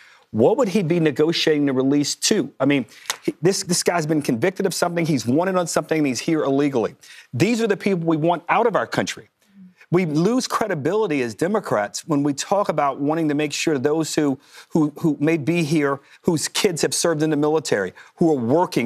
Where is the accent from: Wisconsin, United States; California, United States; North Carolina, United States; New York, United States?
New York, United States; New York City; I think that I am a New Yorker.